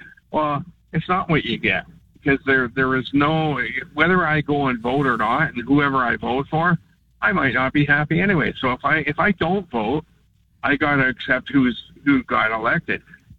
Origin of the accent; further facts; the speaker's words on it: Langford, British Columbia, Canada; moved away as an adult; now in North Park, Victoria, Canada; I don't live in Langford anymore, but I will tell you this. I grew up in Langford from before you were born, Adam. I've lived out here when it was Hopiville.